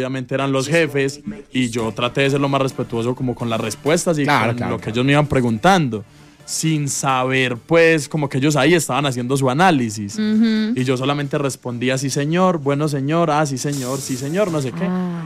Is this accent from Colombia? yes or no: yes; Sonsón, Antioquia, Colombia; Pues como soy de Sonsón, no, me quiero morir en Sonsón y que me entierren.